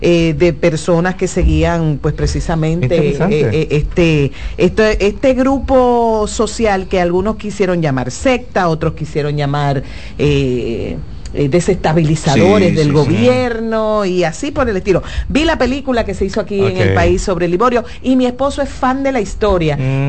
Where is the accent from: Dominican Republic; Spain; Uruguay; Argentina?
Dominican Republic; Cibao; yo soy una cibaeña acérrima